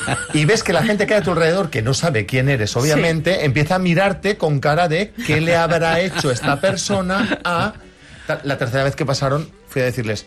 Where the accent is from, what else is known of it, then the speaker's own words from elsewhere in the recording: Valencian Community, Spain; soy valenciano